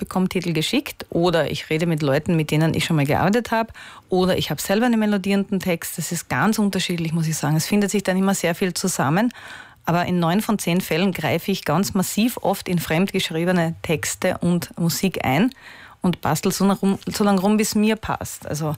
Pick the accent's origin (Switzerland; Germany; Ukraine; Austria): Austria